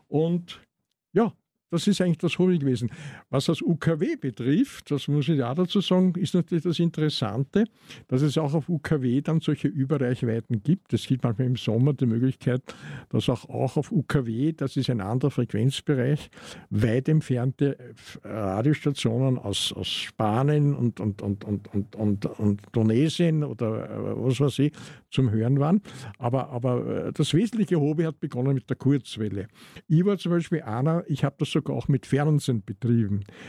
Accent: Vienna, Austria; Ich komme ja aus Wien.

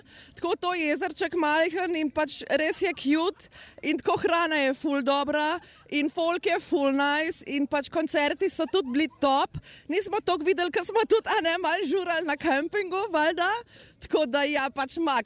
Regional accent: Ljubljana, Slovenia; jaz sem z Ljubljane in jaz sem letos prvič tukaj.

